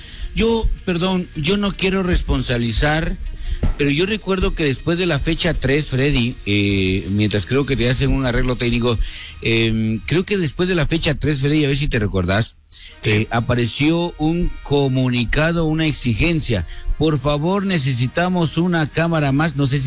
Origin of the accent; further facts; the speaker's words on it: Guatemala; somos los chapines